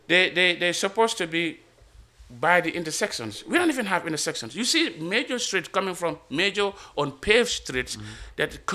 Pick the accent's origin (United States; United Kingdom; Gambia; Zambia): Gambia; I'm from the Gambia.